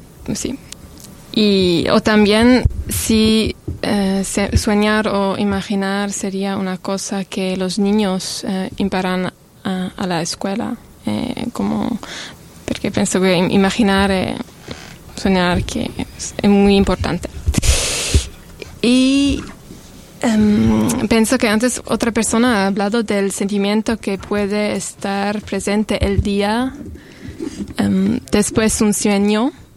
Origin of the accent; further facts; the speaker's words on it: Switzerland; Spanish is a second language; Sí, yo soy de la Suiza y no hablo muy bien el español